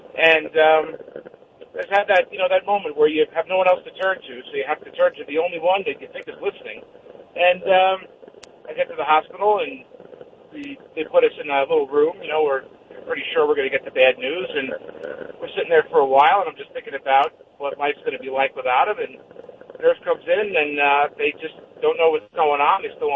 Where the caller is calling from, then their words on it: New York, United States; I'm calling from New York